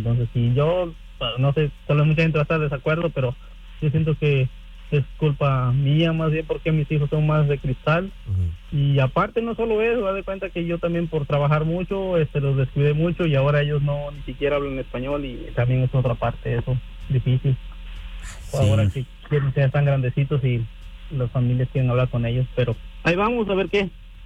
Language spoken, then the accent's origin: Spanish; Mexico; now in United States; Porque haz de cuenta que yo soy de México y en México es otro rollo.